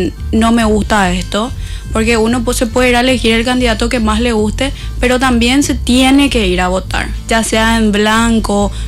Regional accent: Luque, Central, Paraguay; born there; Yo soy luqueña de corazón, luqueña de nacimiento, amo mi pueblo

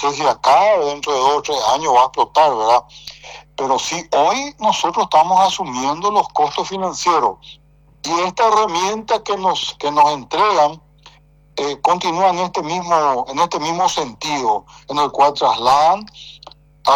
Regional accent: Paraguay

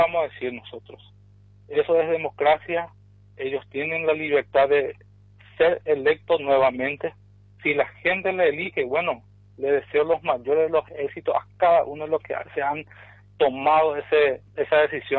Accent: Presidente Franco, Alto Paraná, Paraguay; born there; Yo nací acá en Presidente Franco, soy pionero, incluso mis padres son pioneros.

